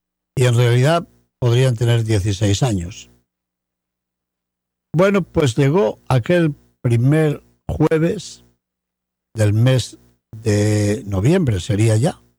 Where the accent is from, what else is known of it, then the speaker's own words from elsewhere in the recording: Palazuelo de Órbigo, Castile and León, Spain; Cuando yo era chiquillo, en el pueblo donde me crié, en Palazuelo de Órbigo, nunca se habló de un retiro, ni sabía lo que era.